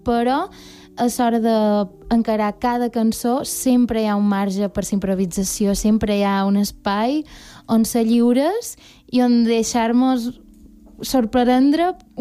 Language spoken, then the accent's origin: Catalan; Balearic Islands, Spain; first language Majorcan Catalan